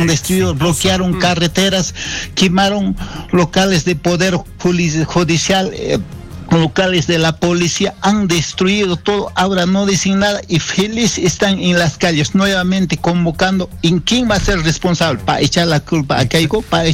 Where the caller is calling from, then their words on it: Puno, Peru; yo soy de Puno